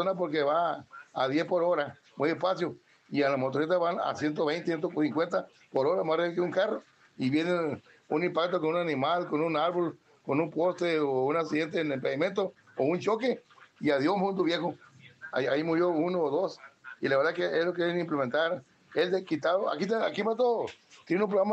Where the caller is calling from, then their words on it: Badiraguato, Sinaloa, Mexico; nos está cayendo una señora llovidona hoy acá en el Aguaje Veraguato